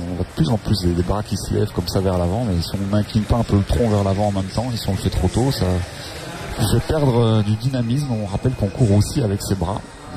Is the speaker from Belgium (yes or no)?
yes; Belgium; chez nous à Eusden